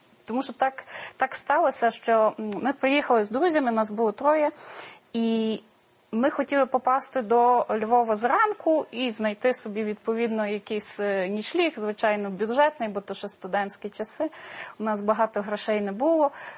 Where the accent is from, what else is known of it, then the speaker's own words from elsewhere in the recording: Warsaw, Masovian Voivodeship, Poland; Ukrainian is a second language; moved away; І навіть на саму Варшаву, мою рідну Варшаву, яка дуже сильно помінялася за тих більше 20 років, коли я там не живу